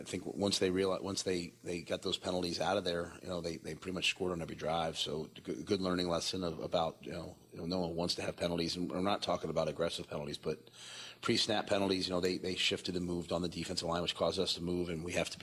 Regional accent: New York, United States; moved away; being a New Yorker

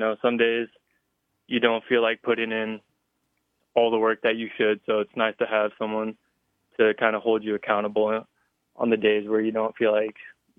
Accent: Hastings, Nebraska, United States; I'm from Hastings. Kearney's like a 45-minute drive. So it kind of all works out good if I go to UNK.

